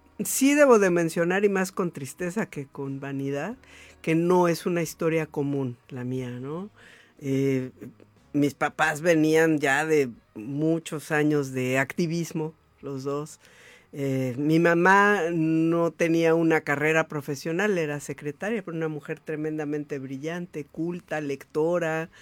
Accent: Mexico; soy mexicana

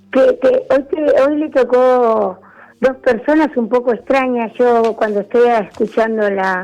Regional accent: Tucumán, Argentina; yo soy tucumana.

